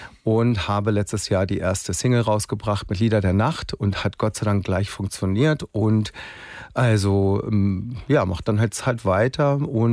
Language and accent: German; Berlin, Germany; Ich bin aus Berlin.